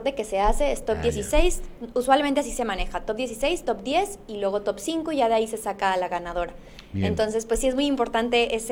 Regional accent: Acapulco, Guerrero, Mexico; aquí nací, nací en el 2000, vivo aquí actualmente, aquí estudié toda mi trayectoria escolar, nada más en la universidad me fui a la Ciudad de México a prepararme, yo soy abogada, y ahorita estoy viviendo aquí, me estoy preparando entre Acapulco y Jalisco

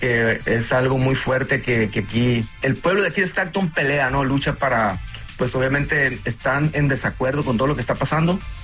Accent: Mexico; Nosotros como mexicanos, ¿no? En especial la gente que viene como inmigrante.

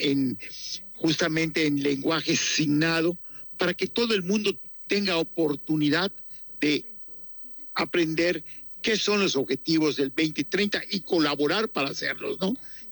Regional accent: Yucatán, Mexico; Pues mira, yo soy yucateco, vivo en Yucatán, me gusta Yucatán, trabajo por Yucatán

